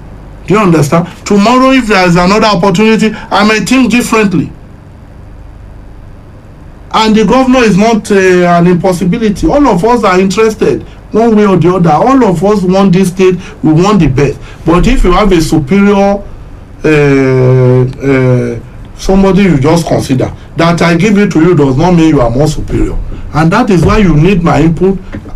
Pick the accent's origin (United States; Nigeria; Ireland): Nigeria; Ondo; first language Yoruba (Akure dialect); English is a second language; I will use my mother tongue to speak. I cannot be speaking English. In fact, I would prefer to speak Akure.